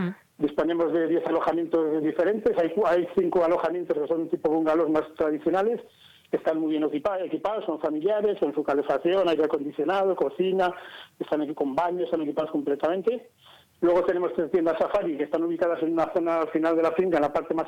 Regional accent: Pradoluengo, Castile and León, Spain; born or raised there

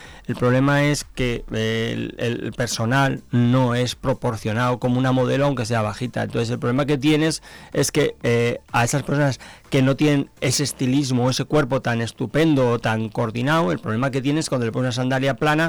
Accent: Pamplona, Navarre, Spain; now in Zamora, Spain; Yo sé que muchas veces, como soy de Pamplona, aunque llevo aquí, ya soy zamorano.

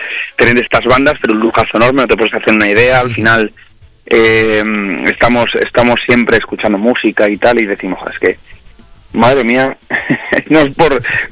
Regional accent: Castile and León, Spain; yo siempre digo que Tierra de Campos es una zona... No sé, es porque estoy yo súper enamorado, ¿no? de mi tierra, de mi pueblo

